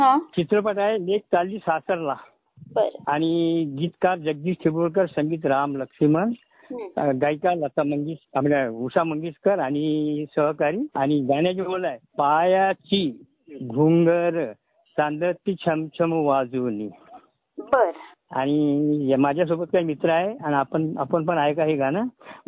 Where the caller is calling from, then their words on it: Jalgaon district, Maharashtra, India; वडवंडा पानाचे तालुका मुक्ताईनगर जिल्हा जळगाव खान्देश.